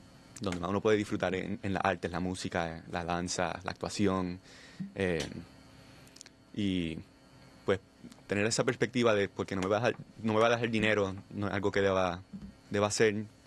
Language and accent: Spanish; Aguadilla, Puerto Rico; yo soy de Aguadilla, en el área de allá pues no había muchas oportunidades de teatro, especialmente cuando estaba pues creciendo.